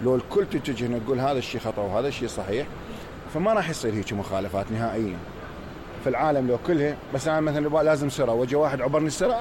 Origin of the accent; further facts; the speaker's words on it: Basra, Basra Governorate, Iraq; يعني احنا الناس من البصره تختلف وضعيه